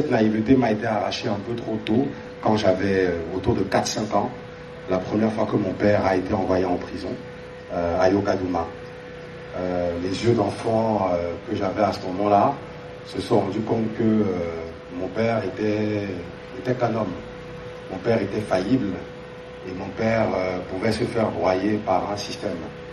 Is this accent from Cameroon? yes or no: yes; Cameroon; En tant que Camerounais